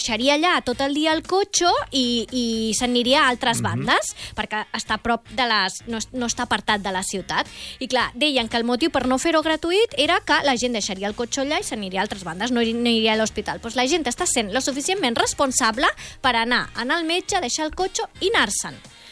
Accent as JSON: {"language": "Catalan", "region": "Balearic Islands", "country": "Spain", "said": "jo sóc molt mallorquina."}